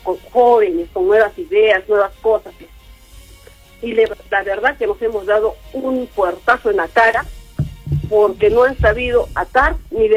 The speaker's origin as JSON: {"language": "Spanish", "region": "Arequipa", "country": "Peru", "tie": "born there", "said": "acá yo soy una pobladora de Jorge Chávez. He nacido y sigo acá en Jorge Chávez."}